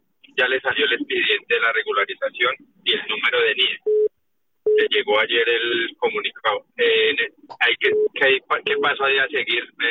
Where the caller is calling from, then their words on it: Madrid, Community of Madrid, Spain; de Madrid.